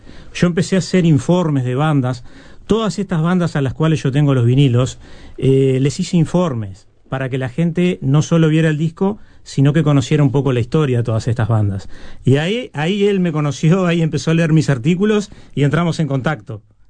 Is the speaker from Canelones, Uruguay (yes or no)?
yes; San Jacinto, Canelones, Uruguay; also born or lived in Pando; Y bueno, y yo también soy de San Jacinto.